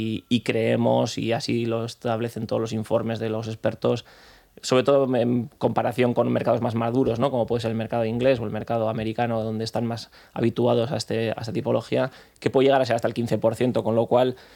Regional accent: Bilbao, Basque Country, Spain; Por supuesto, somos de Bilbao.

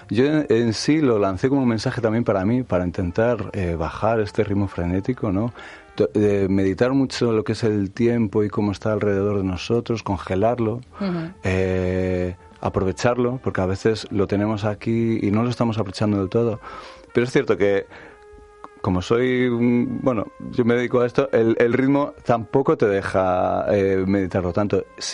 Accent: Galicia, Spain; moved away; Que he hecho una muga desde que salí de Galicia y que estoy viviendo aquí.

